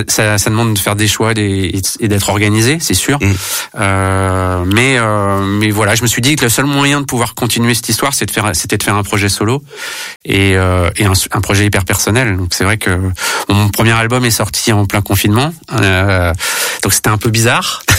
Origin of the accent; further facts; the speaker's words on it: Rennes, Brittany, France; Je crois que vivre à Rennes en étant adolescent avec des transmusicales